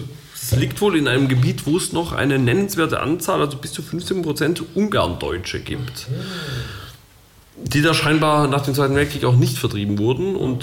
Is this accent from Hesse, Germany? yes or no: no; Baden-Württemberg, Germany; born there; Ich bin ja gebürtiger Schwabe.